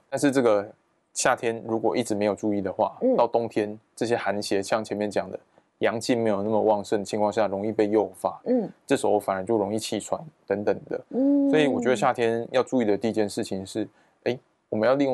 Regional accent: Taiwan; 我们台湾人其实水都喝不大够，

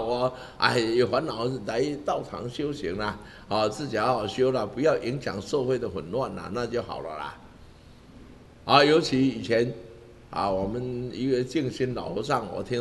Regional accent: Taiwan; 我们台湾

